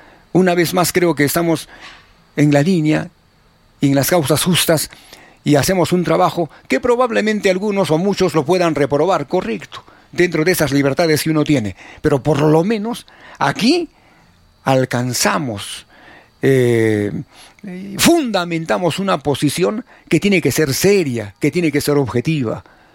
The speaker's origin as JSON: {"language": "Spanish", "region": "Arequipa", "country": "Peru", "tie": "born or raised there", "said": "Como somos arequipeños, bueno, somos arequipeños. Nosotros, por ejemplo, bien nacidos en Arequipa"}